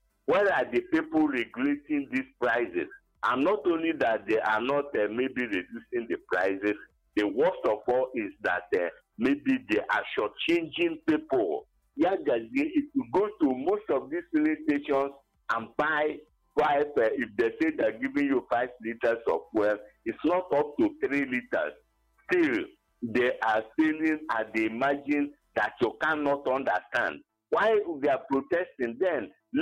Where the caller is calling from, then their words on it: Enugu State, Nigeria; I'm calling from Abanike Enugu.